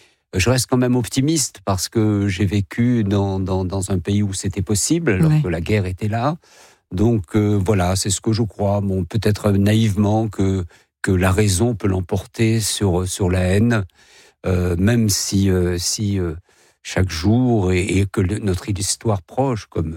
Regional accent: Algiers, Algeria; born there; moved away; quand on a quitté l'Algérie précipitamment en 62

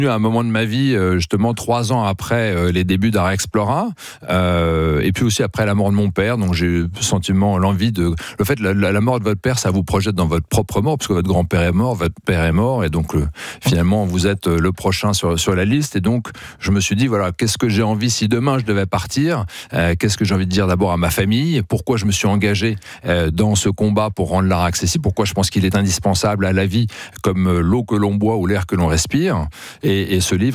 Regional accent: France; On est français, pourquoi ? Pas parce qu'on parle français uniquement ou qu'on a un passeport français.

